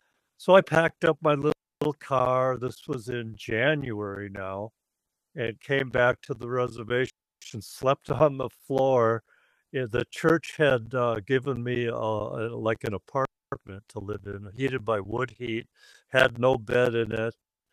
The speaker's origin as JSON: {"language": "English", "region": "Texas", "country": "United States", "said": "We're from Texas, you know, they're not dressed for it or nothing like that."}